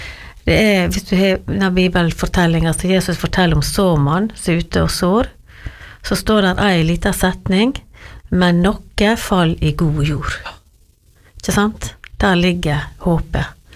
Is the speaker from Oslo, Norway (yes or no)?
no; Giske, Møre og Romsdal, Norway; jeg vokste opp på Giske da, selv om jeg var nesten 8 år før jeg kom dit.